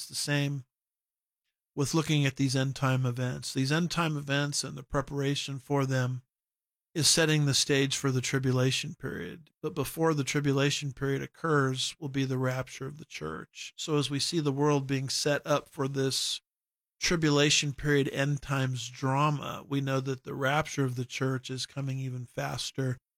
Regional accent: United States; That doesn't mean I'm not an American anymore

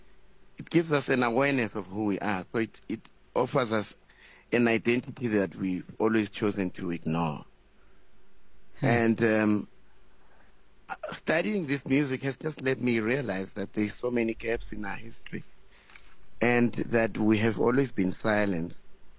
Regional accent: Limpopo, South Africa; when I was growing up in Limpopo.

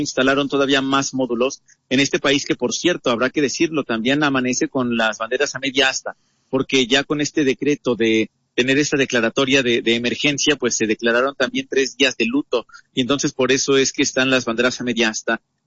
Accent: Mexico; Porque a lo mejor ustedes dirán, bueno, somos mexicanos, no nos afecta.

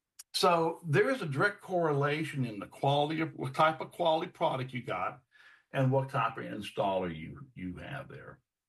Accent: Texas, United States; moved away; Heck, when I grew up in Texas, they told us very simple.

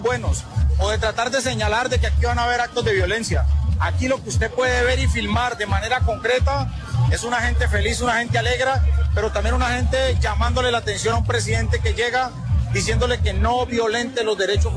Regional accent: Cali, Valle del Cauca, Colombia; nosotros como caleños, como vallecaucanos, pero también como colombianos

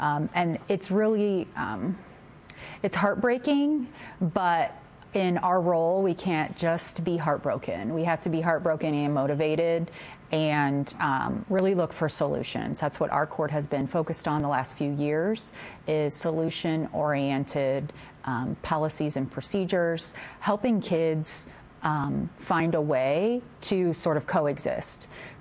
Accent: Ohio, United States; now in Cincinnati, United States; And so I'm from Northwest Ohio, and mm-hmm. that's where I was born and raised.

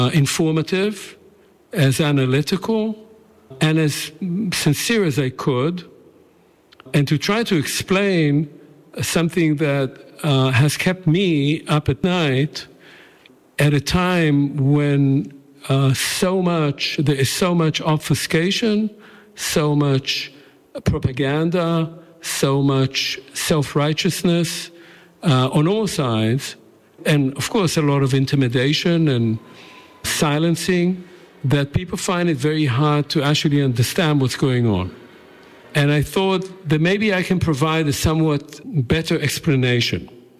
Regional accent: Israel; I was born in Israel in the 1950s, mid-1950s, so I'm a member of the first generation born in the state of Israel after it was established. And I was raised in what would be called a Zionist home.

